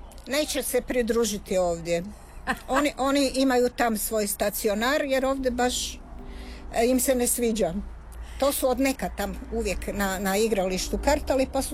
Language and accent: Croatian; Zagreb, City of Zagreb, Croatia; zato što smo rodom iz Buzina. Ima nekih koje nisu, ali su već 50 godina u Buzinu, pa i smatramo Buzinčice. A ima nas 5 autohtonih.